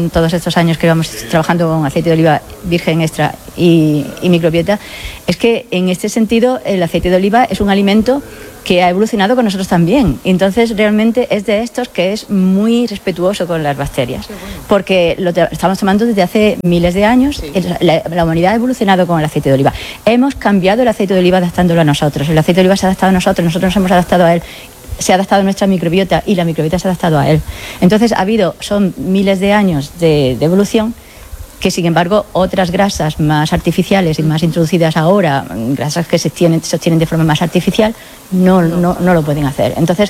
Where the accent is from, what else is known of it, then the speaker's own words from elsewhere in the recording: Jaén, Andalusia, Spain; Yo soy de Jaén y siempre tenía muchísima fe en el aceite de oliva.